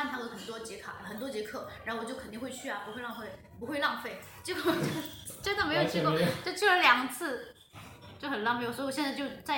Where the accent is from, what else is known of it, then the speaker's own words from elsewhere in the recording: Chongqing, China; moved away; 我是在我们老家那边，在重庆，